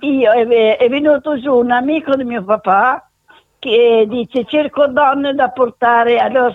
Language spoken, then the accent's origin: Italian; Legnago, Veneto, Italy; Almeno al mio paese, io sono di Legnago, Cerea, in quei paesi lì.